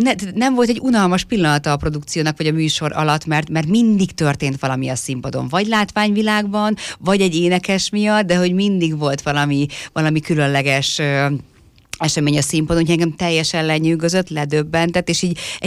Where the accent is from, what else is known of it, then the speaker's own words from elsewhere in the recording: Kecskemét, Bács-Kiskun, Hungary; kecskeméti vagyok